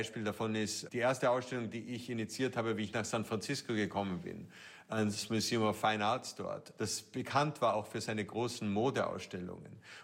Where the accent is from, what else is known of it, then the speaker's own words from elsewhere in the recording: Vienna, Austria; Ich muss auch nicht als Kritik, aber ich bin in Wien aufgewachsen.